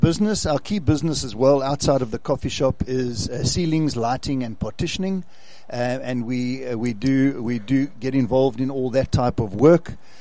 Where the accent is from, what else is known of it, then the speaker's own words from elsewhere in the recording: KwaZulu-Natal, South Africa; now in George, South Africa; We're previously from KZN.